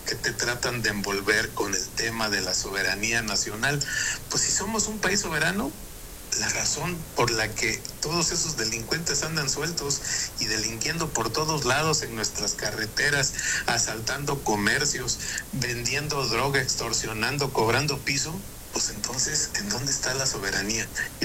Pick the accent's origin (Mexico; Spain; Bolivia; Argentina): Mexico; nosotros como mexicanos tomamos las decisiones